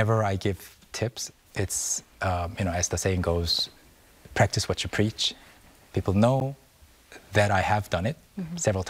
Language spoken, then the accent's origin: English; South Korea; born there; English is a second language; I had to learn English the hard way in Korea, almost by myself.